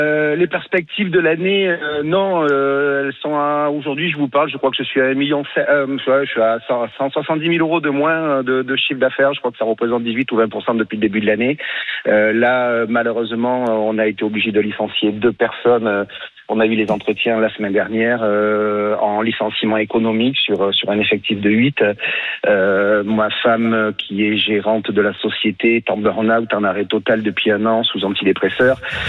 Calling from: Bordeaux, Nouvelle-Aquitaine, France; je suis sur Bordeaux aussi

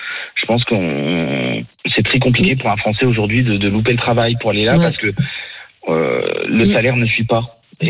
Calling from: Troyes, Grand Est, France; j'habite à Troyes, mais mes grands-parents et mes parents sont dans le fin fond de la Haute-Marne

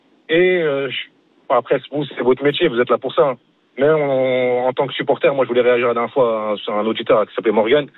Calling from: Saint-Denis, Île-de-France, France; J'habite à Paris, à Saint-Denis exactement

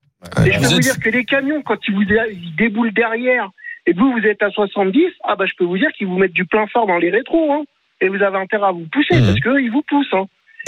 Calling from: Marcoussis, Île-de-France, France; Oui, moi je suis à Marcoussis.

